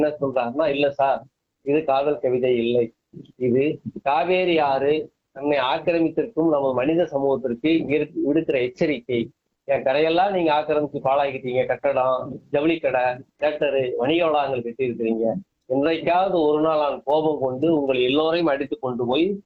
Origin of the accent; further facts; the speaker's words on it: Tamil Nadu, India; born there; also born or lived in Rajapalayam; ஆனா சிவேரியிலேயே பிறந்தேன், அங்கேயே படித்து அங்கேயே வளர்ந்திருந்தால் நிச்சயமாக கூத்தை எழுதியிருக்க மாட்டேன் நான். அந்த சிவேரியை விட்டு பஞ்சம் விளைப்பதற்காக அப்பா அம்மா காலத்திலேயே ராஜபாளையத்துக்கு வந்துட்டோம்.